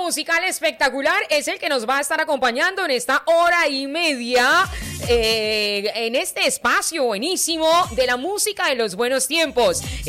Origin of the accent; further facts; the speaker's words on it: Colombia; que también nos representan a nosotros como colombianos.